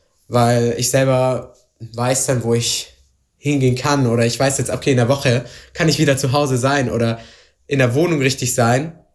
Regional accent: Swabia, Germany; moved away; Also ich bin ja Schwabe.

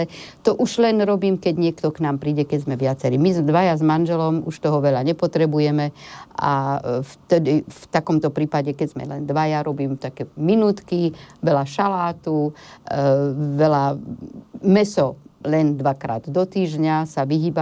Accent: Komárno, Nitra Region, Slovakia; born or raised there

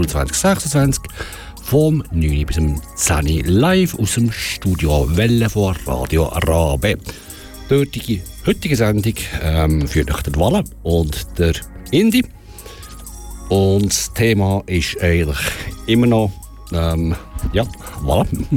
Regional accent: Bern, Switzerland; Also als Berner habe ich Mühe mit dem Redeschwall, aber...

